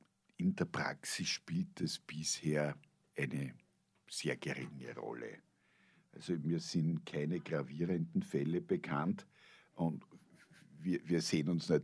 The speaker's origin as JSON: {"language": "German", "country": "Austria", "said": "Da sind wir Österreicher geschichtsbedingt um einiges noch schlampiger als die Deutschen."}